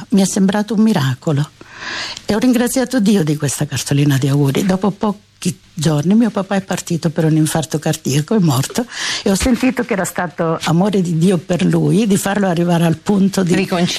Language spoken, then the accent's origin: Italian; Calabria, Italy; moved away as an adult; ero la primogenita, quindi la femmina, la figlia femmina, che in un certo senso in Calabria non era ben vista